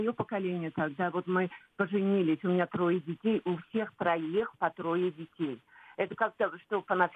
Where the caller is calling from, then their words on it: Kazan, Tatarstan, Russia; Я из Казани звоню.